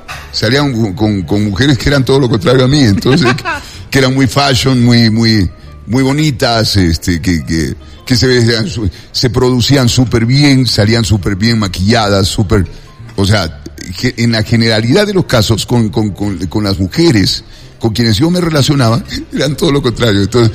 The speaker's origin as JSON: {"language": "Spanish", "town": "Quito", "region": "Pichincha", "country": "Ecuador", "lives_now": "Cuenca, Ecuador", "said": "Y la verdad, yo viviendo en Cuenca sí me doy cuenta que los quiteños cantamos. Yo no, porque yo no tengo acento quiteño. Yo tengo un mix de dónde he vivido, de la familia que tengo, porque tengo familia tanto costeña como serrana."}